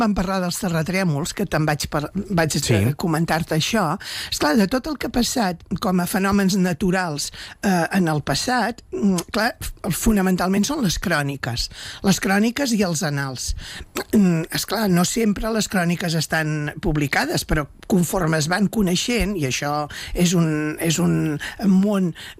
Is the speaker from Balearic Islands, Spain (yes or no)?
no; Prades, Catalonia, Spain; also born or lived in Barcelona / Vilallonga; jo sóc de Prades, eh? Jo la meva segona... Jo em divideixo entre Barcelona